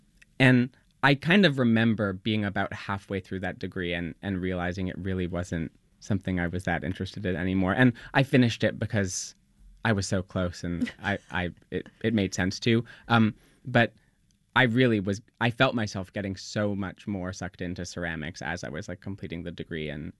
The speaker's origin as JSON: {"language": "English", "town": "Winnipeg", "region": "Manitoba", "country": "Canada", "also_born_or_lived": "Montreal", "moved": "as an adult", "said": "I'm from Winnipeg in Canada"}